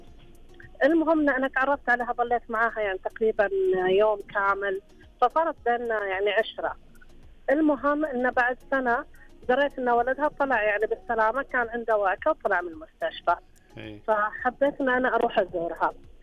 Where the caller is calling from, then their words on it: Qatif, Eastern Province, Saudi Arabia; من القطيف.